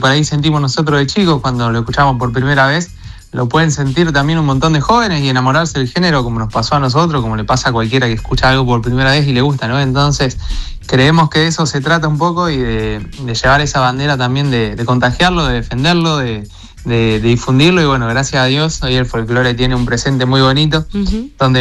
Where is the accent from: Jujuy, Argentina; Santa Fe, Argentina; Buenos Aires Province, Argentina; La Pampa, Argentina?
Buenos Aires Province, Argentina; San Pedro; yo de San Pedro, un campanenso, un sanpedrino, campedrinos dijimos.